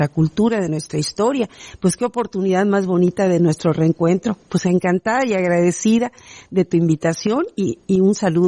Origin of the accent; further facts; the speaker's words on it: Campeche, Mexico; aunque somos una ciudad muy pequeña.